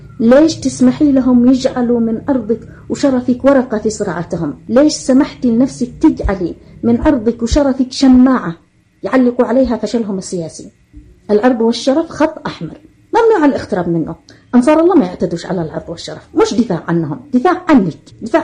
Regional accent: Yemen; وأنا كامرأة يمنية أمتلك حق الرد. أنا أشتغل مع أنصار الله 8 سنوات في الإعلام المسموع،

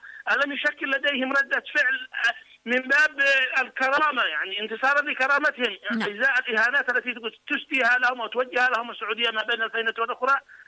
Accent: Yemen

